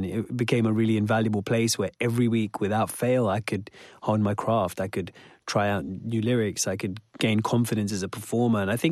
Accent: Wembley, London, United Kingdom; I grew up in the mid-90s in the UK. I grew up in Wembley.

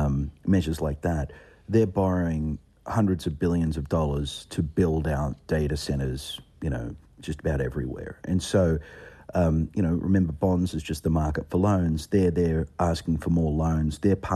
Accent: Australia; more functional democracy like my home country of Australia

